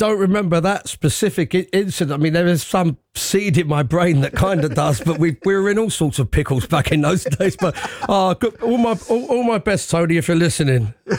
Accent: London, United Kingdom; And everybody thought I was 100% Italian, which I'm really not. You know, I'm a Londoner, you know.

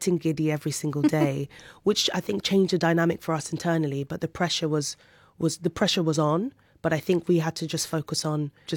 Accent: Nigeria; accent: Nigerian; my accent started getting more and more Nigerian

